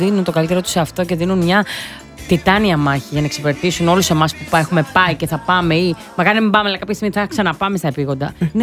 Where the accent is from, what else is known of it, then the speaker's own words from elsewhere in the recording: Mouzaki, Western Greece, Greece; Ναι, στα μέρη μου.